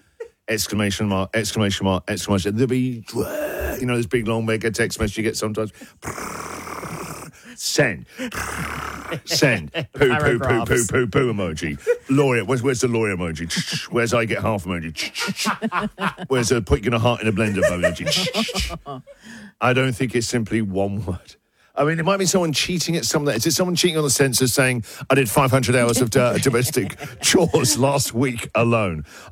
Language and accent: English; Australia; There are two things that happened this week on the show that made me think this is a unique thing to being Australian.